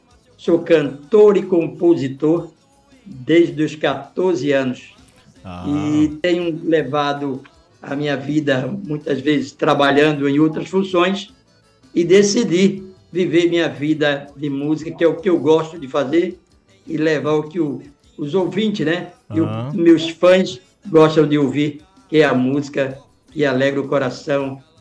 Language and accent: Portuguese; Recife, Pernambuco, Brazil; É o DDD 87, mas eu sou de Recife.